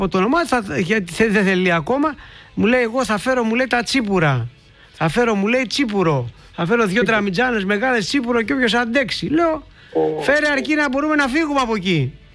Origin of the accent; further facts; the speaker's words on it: Piraeus, Attica, Greece; born there; also born or lived in Keratsini / Zografou; δύο περιοχές που έχω ζήσει, δηλαδή στον Πειραιά, στο Κερατσίνι, γιατί είμαι Πασαλιμανιώτης, από το Πασαλιμάνι γεννημένος, αλλά και στο Ζωγράφου